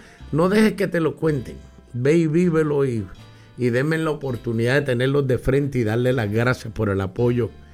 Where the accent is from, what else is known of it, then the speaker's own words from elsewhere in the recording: Puerto Rico; como yo me crié en Puerto Rico